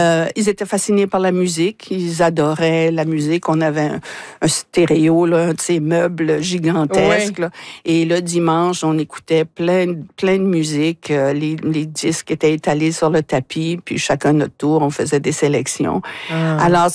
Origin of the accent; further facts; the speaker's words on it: Moncton, New Brunswick, Canada; Nous, on a grandi à Moncton, mais on a grandi avec des histoires de papa qui partait même sur le train de Moncton